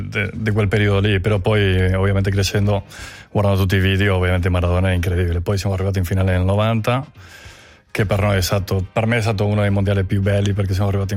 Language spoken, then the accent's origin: Italian; Argentina; also born or lived in Uruguay; Sono nato in Uruguay, però cresciuto ai 3 anni ci sono spostati in Argentina